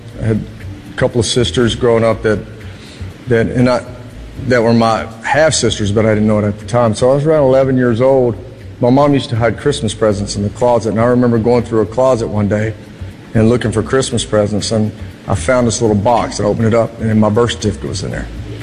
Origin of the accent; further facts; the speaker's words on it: Louisiana, United States; I grew up in Louisiana